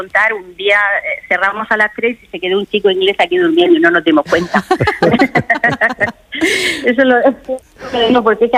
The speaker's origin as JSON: {"language": "Spanish", "town": "Cartagena", "region": "Region of Murcia", "country": "Spain", "said": "Somos cartageneros, pero el higo, eso es muy muy murcianico"}